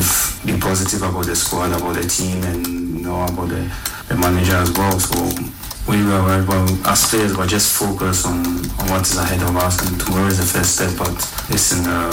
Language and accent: English; Ghana; I know the country the way we are, because I'm Ghanaian